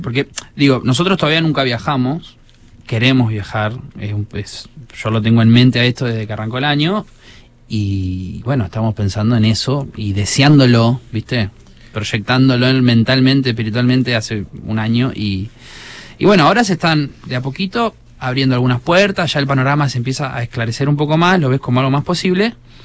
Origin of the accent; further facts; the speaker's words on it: Santa Fe, Argentina; soy de Santa Fe